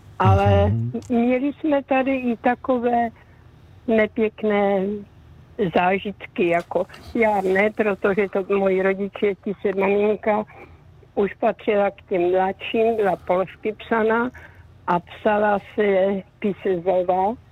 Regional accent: Silesia, Czechia; Já jsem ze Slezska, chválně neříkám přesně místo, ale moje maminka pocházela z 9 dětí.

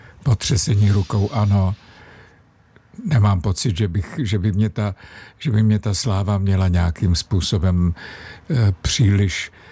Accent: East Bohemia, Czechia; Byla to pro mě velká podsta a jsem hrdý Východočech.

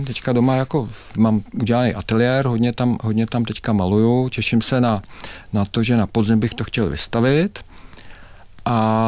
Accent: Prague, Czechia; Já jsem rozený malostraňák ze Zámeckých Schodů.

